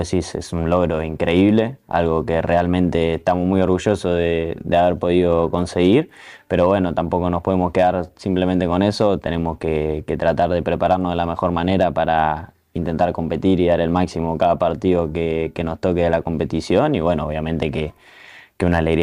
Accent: Argentina; moved away as an adult; now in Seville, Spain; uno como argentino

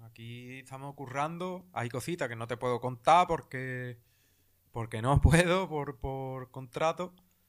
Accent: Spain; somos 4 españoles.

